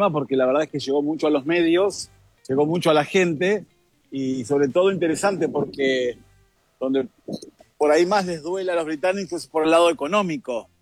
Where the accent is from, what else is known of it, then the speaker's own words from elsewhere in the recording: Argentina; now in London, United Kingdom; ahora cuando digo que soy argentino tengo que ir tanteando un poquito.